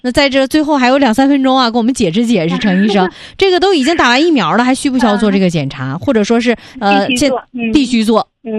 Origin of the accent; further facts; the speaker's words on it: China; 我们中国人